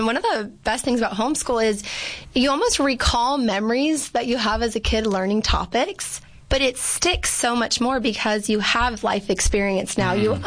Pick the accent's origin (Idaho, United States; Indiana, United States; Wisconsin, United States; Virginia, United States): Virginia, United States; also born or lived in El Paso, Texas; I'm originally from El Paso, Texas. Okay, I've heard of that one. Yeah. But growing up, we moved quite a bit. So what feels like home is the Northern Virginia area.